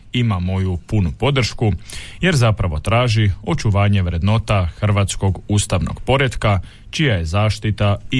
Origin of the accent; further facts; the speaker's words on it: Croatia; mi smo Hrvati majstori u takvim stvarima